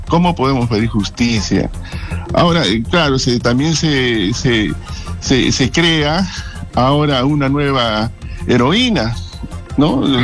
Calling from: Ilo, Moquegua, Peru

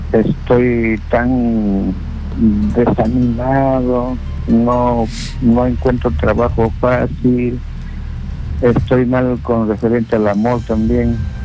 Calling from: Lima, Peru; Del distrito de Comas

